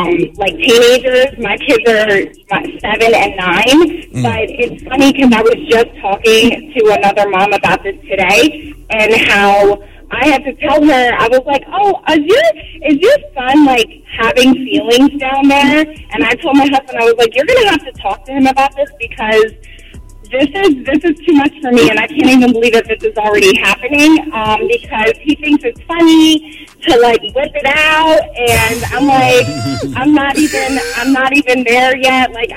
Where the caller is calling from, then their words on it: Edison, New Jersey, United States; I'm from Edison